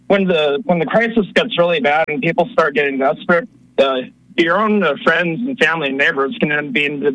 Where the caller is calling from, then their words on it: Seattle, Washington, United States; from the Communist Paradise of Seattle.